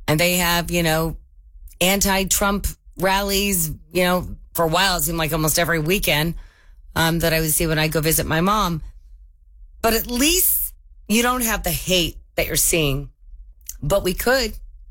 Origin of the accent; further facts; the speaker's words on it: Kansas, United States; I grew up here in Kansas, always been a red state.